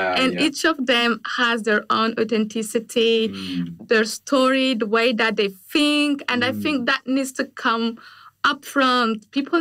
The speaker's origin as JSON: {"language": "English", "country": "Niger", "tie": "born or raised there", "second_language": "English", "said": "I grew up in Niger, and used to be a French colony, and we speak French. And growing up, my father thought it was best for me to speak the language, French."}